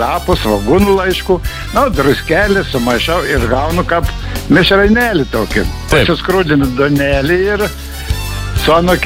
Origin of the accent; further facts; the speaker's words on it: Lithuanian coast, Lithuania; Iš pajūrio esu.